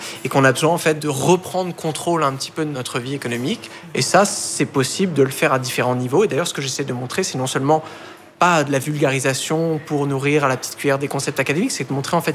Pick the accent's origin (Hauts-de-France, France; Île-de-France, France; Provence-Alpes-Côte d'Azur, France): Île-de-France, France; Bailly; Oui, ça s'appelle Bailly, c'est un petit village de quelques milliers d'habitants, c'est quand même la campagne, c'est coincé entre les plaines de Versailles, dont un grand domaine agricole, et la forêt de Marly.